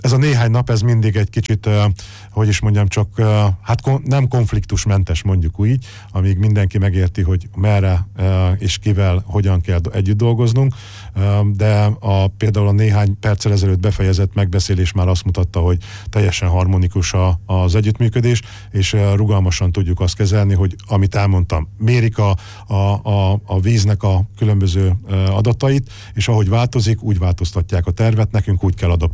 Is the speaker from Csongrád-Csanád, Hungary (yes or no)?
yes; Szentes, Csongrád-Csanád, Hungary; born there; moved away as an adult; now in Budapest, Hungary; Szentesen született mindenki a családomból is, de Szentesen addig laktunk, amíg Pesten dolgoztam